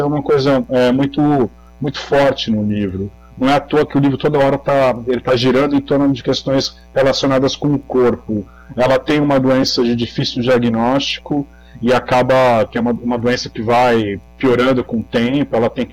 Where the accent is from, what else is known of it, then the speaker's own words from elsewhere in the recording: Azerbaijan; Do passaporte, assim, eu sou russa no passaporte, ao mesmo tempo, culturalmente, etnicamente, eu sou azerbaijana.